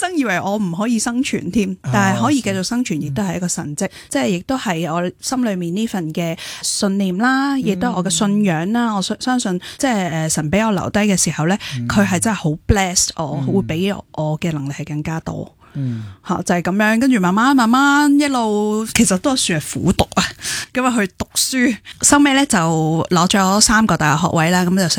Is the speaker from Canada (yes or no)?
yes; Canada; 其实我喺外国长大嘅，我喺加拿大长大。